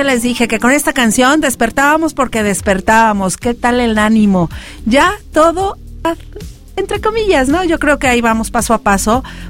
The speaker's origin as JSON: {"language": "Spanish", "town": "Tulancingo", "region": "Hidalgo", "country": "Mexico", "tie": "born or raised there", "moved": "yes", "said": "cuando yo fui a Tulancingo, Hidalgo, mi tierra natal"}